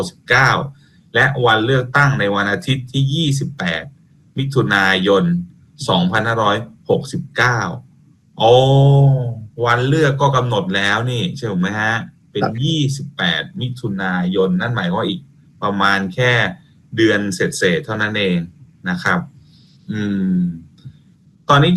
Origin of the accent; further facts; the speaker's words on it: Samut Prakan, Thailand; ผมก็ไม่ใช่คนกทม.นะผมสมุดประการบุญนะ